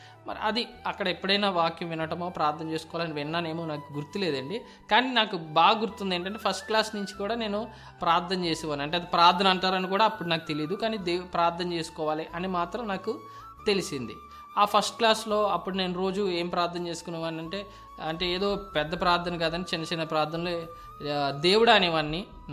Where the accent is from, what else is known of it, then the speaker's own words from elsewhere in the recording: Hyderabad, Telangana, India; నేను యూకేజీ నుంచి 7th class వరకు నేను హైదరాబాద్లోనే చదువుకున్నానండి. దానివల్ల ఏమైందంటే నాకు తెలుగు సరిగ్గా రాదు.